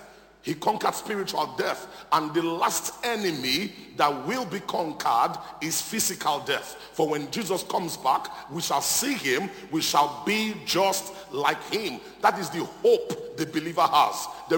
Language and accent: English; Nigeria; My wife is an American. I am Nigerian.